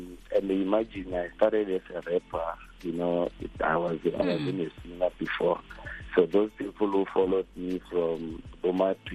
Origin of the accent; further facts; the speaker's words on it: Venda, Limpopo, South Africa; But I come from a small village called Champawa, Kalam Kununde. So, I grew up there